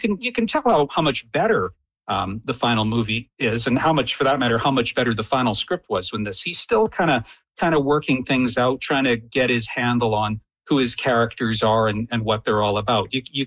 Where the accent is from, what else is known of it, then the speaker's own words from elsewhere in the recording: Nelson, British Columbia, Canada; born there; I remember being 10 years old and watching it in the Civic Theater in Nelson